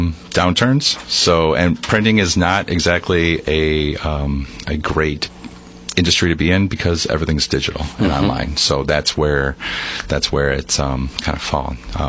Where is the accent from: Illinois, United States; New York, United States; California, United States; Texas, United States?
Illinois, United States; Sandwich; now in Yorkville, United States; Home is Yorkville, but I grew up in Sandwich, and I've been living this whole area my whole life, my family too.